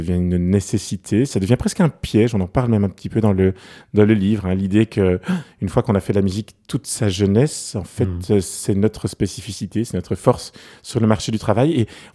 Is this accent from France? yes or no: no; Brussels, Brussels-Capital Region, Belgium; j'ai grandi à Bruxelles, dans le nord de Bruxelles, du côté de Jette, précisément. Et donc, Jette, c'est une espèce d'enclave bruxelloise. Enfin, c'est un petit village quelque part dans Bruxelles. Ça fonctionne autrement. Les métros n'y arrivaient pas facilement, les trams non plus. Il y a un bois, il y a un parc.